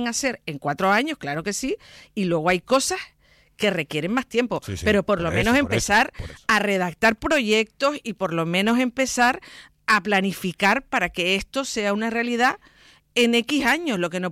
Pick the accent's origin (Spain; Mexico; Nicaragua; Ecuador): Spain; Tenerife, Canary Islands; todos en Tenerife tenemos claro